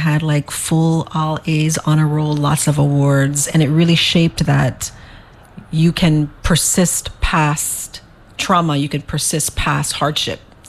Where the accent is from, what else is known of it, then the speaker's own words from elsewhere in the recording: St. Croix, U.S. Virgin Islands; moved away as an adult; also born or lived in Buffalo, New York; I'm from St. Croix. I'm born and raised here. … I grew up here my whole life, and moved away to the States